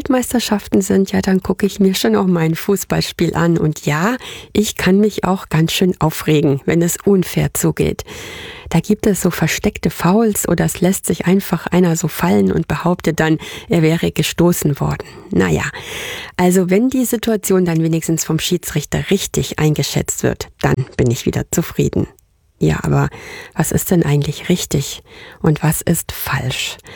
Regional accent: Hamburg, Germany; Ja, und an dieser Stelle sage ich mal einen ganz lieben Gruß nach Hamburg, meine alte Heimat.

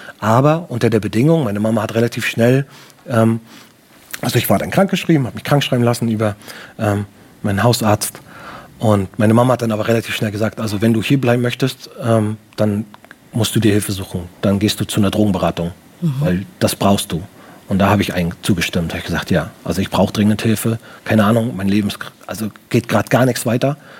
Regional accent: Baltic coast, Germany; Das ist an der Ostsee, ich komme aus der Nähe von der Ostsee.

